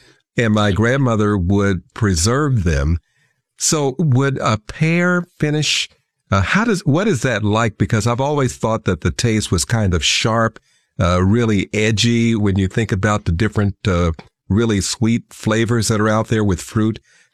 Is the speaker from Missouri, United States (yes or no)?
yes; Kansas City, Missouri, United States; A personal story. I grew up in Kansas City. And in our backyard.